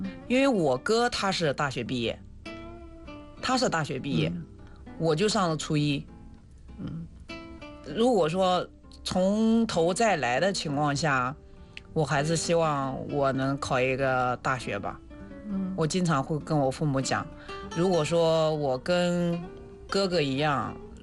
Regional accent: Tongling, Anhui, China; 来自于安徽的铜陵。

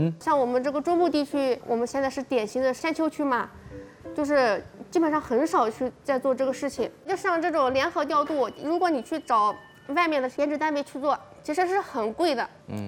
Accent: China; moved away as an adult; now in Hengyang, China; 就是我的出生地它是黄水河流域，就是在黄水河畔长大的。

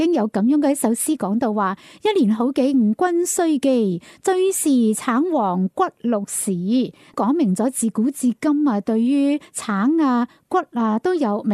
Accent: Guangdong, China; 我哋广东人

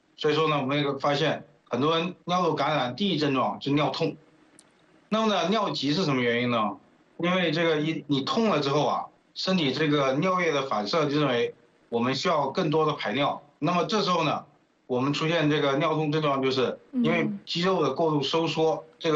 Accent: southern China, China; 我们作为一个南方人，这个上火是最典型的一个大家说的一个问题。

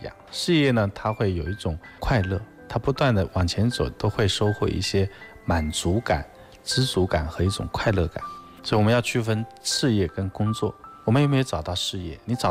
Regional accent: China; 我们中国人

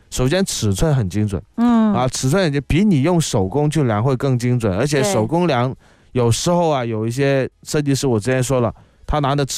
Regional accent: Guangdong, China; 很不符合我们广东人的这种消费理念

